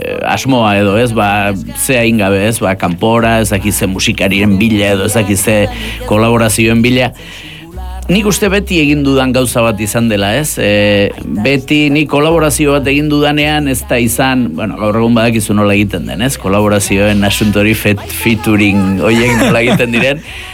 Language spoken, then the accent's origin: Basque; Errenteria, Basque Country, Spain; born there; ni Santa Clara kalean sortu nintzen Errenterian, horretan, eta Arkaitz Goiko kalean.